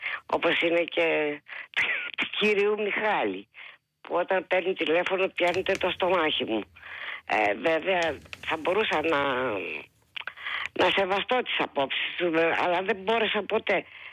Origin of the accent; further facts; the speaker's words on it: Greece; Ήθελα να σας πω ότι ως Ελληνίδα νιώθω ντροπή και απογοήτευση